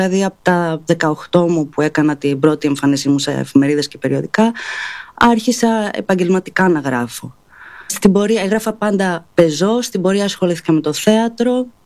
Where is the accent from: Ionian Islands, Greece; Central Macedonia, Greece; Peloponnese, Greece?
Ionian Islands, Greece; Corfu; Μεγάλωσα στην Κέρκυρα.